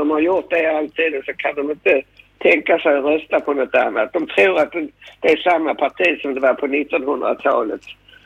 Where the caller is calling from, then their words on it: Malmö, Skåne, Sweden